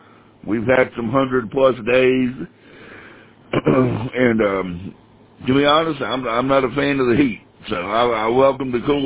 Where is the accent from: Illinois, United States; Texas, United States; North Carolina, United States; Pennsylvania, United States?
North Carolina, United States; moved away as an adult; also born or lived in Charleston, South Carolina; now in Oklahoma, United States; I grew up in North Carolina. And I don't remember them having Publix in North Carolina.